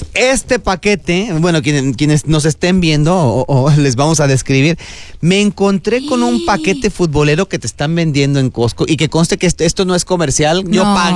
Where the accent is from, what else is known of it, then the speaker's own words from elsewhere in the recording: Mexico; now in United States; pasé este fin de semana allá en mi país, en mi bello país.